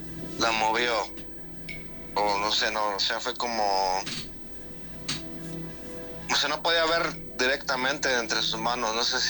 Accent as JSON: {"language": "Spanish", "region": "Guanajuato", "country": "Mexico", "said": "Sí, tengo 43 años de edad, soy de Guanajuato, un pueblo chico."}